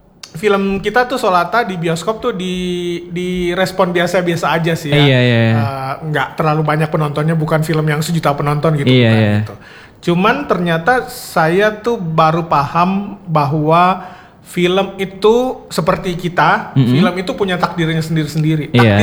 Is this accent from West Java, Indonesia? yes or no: no; Makassar, South Sulawesi, Indonesia; now in Jakarta, Indonesia; Saya lahir dan besar di Makassar.